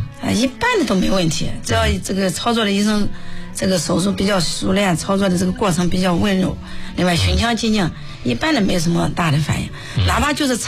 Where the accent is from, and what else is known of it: China